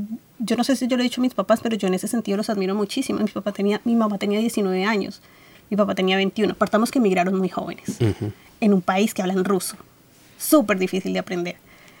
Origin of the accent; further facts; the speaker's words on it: Cali, Valle del Cauca, Colombia; moved away as an adult; also born or lived in Brisbane; now in Adelaide, Australia; yo vengo de Cali, que es 35 grados centígrados todo el año.